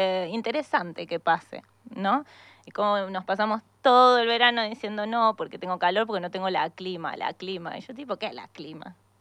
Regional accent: La Plata, Buenos Aires Province, Argentina; Y yo vengo de La Plata, Buenos Aires, pero más lejos.

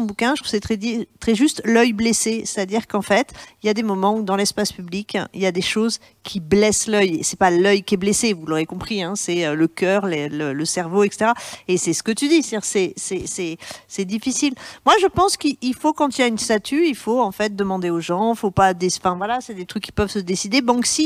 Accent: France; Moi, ok, je suis française, mais enfin, je suis femme aussi, je suis prof.

